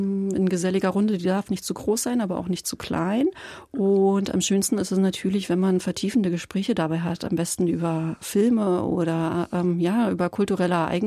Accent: Berlin, Germany; born there; Ich bin ja im Prenzlauer Berg zur Schule gegangen

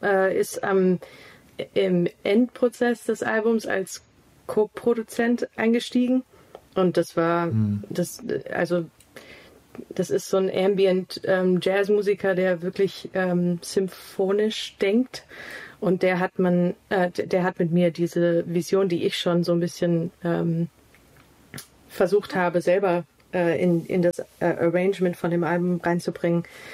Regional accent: Canada; German is a second language; moved away as an adult; also born or lived in New Zealand; now in Germany; weil ich bin auch nicht in Deutschland aufgewachsen. Es ist wirklich nicht meine Muttersprache, obwohl meine Mutter Deutsch ist. Und also in Kanada und Neuseeland aufgewachsen zu sein und dann mit 18 zum ersten Mal nach Deutschland zu ziehen, auch damals relativ akzentfrei.

